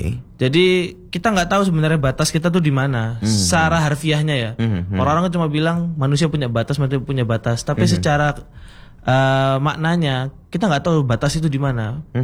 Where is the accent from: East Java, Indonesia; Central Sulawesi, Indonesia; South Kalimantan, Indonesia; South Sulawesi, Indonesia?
East Java, Indonesia; Blitar; now in Malang, Indonesia; saya aslinya Blitar